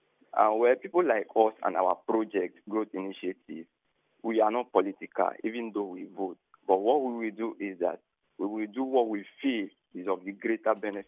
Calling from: Rivers, Nigeria; I'm from River State.

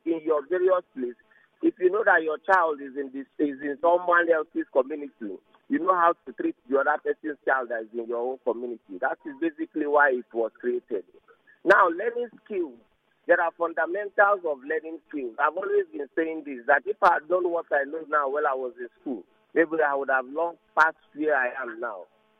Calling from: Port Harcourt, Rivers, Nigeria; I'm calling from Rumuku.

